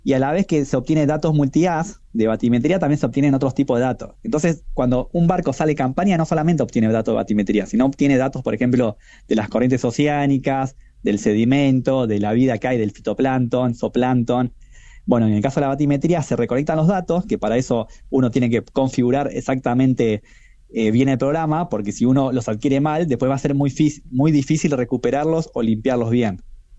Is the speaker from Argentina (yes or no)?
yes; La Plata, Buenos Aires Province, Argentina; yo soy platense, estudié en La Plata